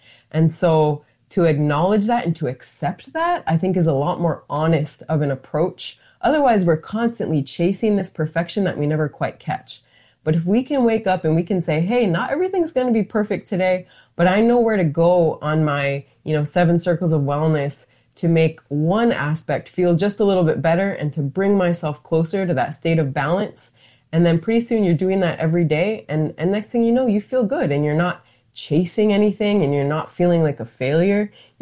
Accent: Northern Plains, United States; So for example, I'm from the Northern Plains, so how I can't eat a bison diet in the way that my ancestors did

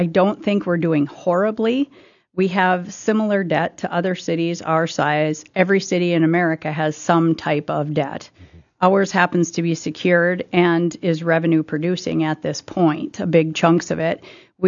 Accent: Wahpeton, North Dakota, United States; Well, I'm originally from Wahpeton. I came here straight out of college and did more college

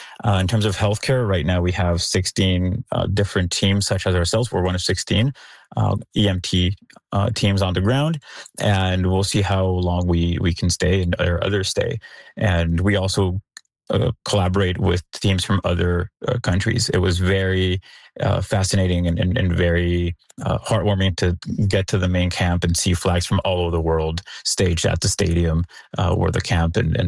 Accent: Mexico City, Mexico; now in Calgary, California, United States; I've lived in Calgary for 7 years. I'm originally from Mexico City, and I used to do search and rescue there as a volunteer

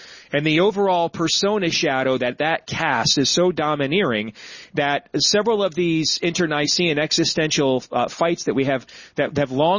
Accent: Iowa, United States; And so already in my home state of Iowa, the calls are already coming

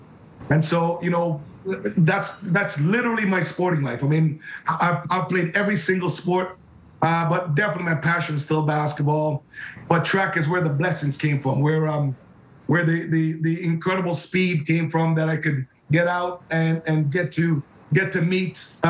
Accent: Jamaica; born there; Oh, I think that I was born in Jamaica.

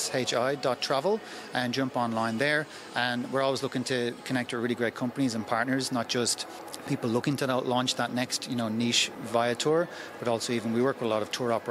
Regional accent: Dublin, Leinster, Ireland; now in Australia; So again, I try and make it back to Dublin when I can, and to see my family, of course, and bring the family with me as well. I'll always be Irish

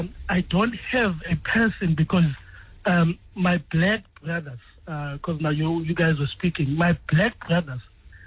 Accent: Cape Town, Western Cape, South Africa; I'm an entrepreneur from Cape Town.

